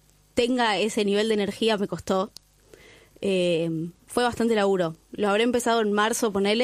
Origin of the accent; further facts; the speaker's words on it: Buenos Aires, Argentina; born there; Nací en Villa Crespo y ahora vivo acá cerquita.